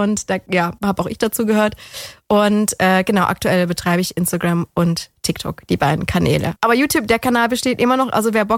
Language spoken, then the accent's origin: German; Ulm, Baden-Württemberg, Germany; now in Kornwestheim, Germany